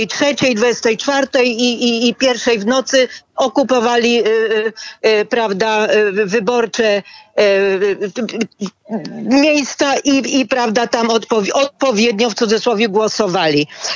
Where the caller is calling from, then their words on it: Warsaw, Masovian Voivodeship, Poland; stała słuchaczka z Warszawy.